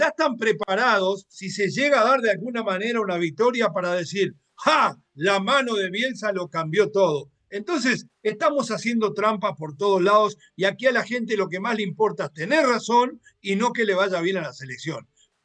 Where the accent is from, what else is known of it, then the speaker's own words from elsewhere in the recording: Uruguay; somos italianos disfrazados de uruguayos y gallegos disfrazados de uruguayos